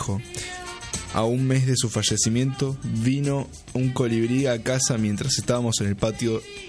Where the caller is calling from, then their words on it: Ushuaia, Tierra del Fuego, Argentina; Hola, Lolo, Jime y a todos … de Ushuaia.